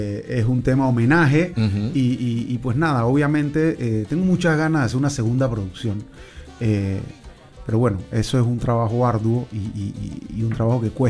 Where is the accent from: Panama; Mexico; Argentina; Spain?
Panama; yo quiero decirle precisamente al mundo que soy de Panamá.